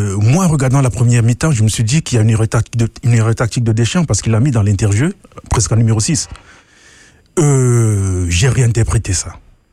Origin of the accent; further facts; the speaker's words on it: Cameroon; Moi, je suis Camerounais